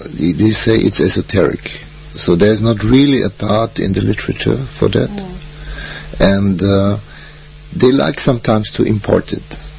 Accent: Austria; I grew up in Austria, so when I was 15, I go to Egypt the first time.

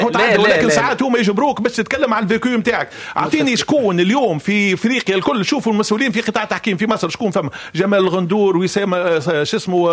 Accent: Tunisia; احنا في تونس كذلك نشتكي يعني من تعيينات

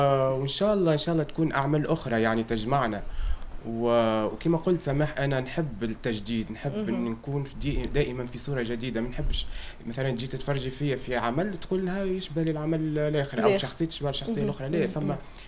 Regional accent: Kebili Governorate, Tunisia; انا صحراوي ولد قبلي

